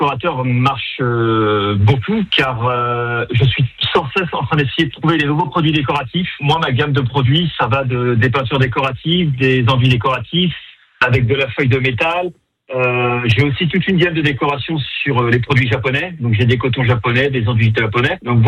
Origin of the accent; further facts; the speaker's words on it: Montmorillon, Nouvelle-Aquitaine, France; Moi, mon showroom, il est basé à Montmorillon, parce que je suis originaire de Montmorillon, mais je travaille toutes les semaines sur Poitiers